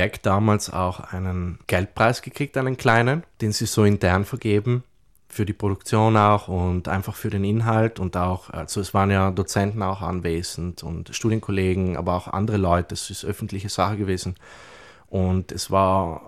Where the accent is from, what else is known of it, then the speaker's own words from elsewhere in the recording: Wolfsgruben, South Tyrol, Italy; Also es sind da eigentlich sehr viele Naturbilder drin, die ich aus meinem Heimatort genommen habe, weil Wolfsgrubner ist für mich immer noch prägend.